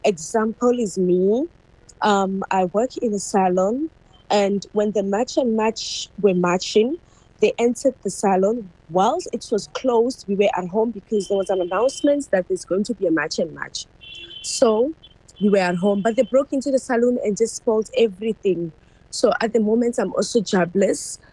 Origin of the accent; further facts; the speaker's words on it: South Africa; So I grew up here in South Africa. I didn't grow up in Ghana, so I found it very difficult to go stay in Ghana.